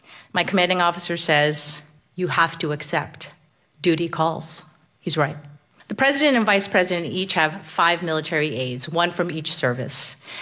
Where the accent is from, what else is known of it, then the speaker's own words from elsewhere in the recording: New Jersey, United States; now in Boston, United States; I grew up on the Jersey Shore. I now live on the South Shore of Boston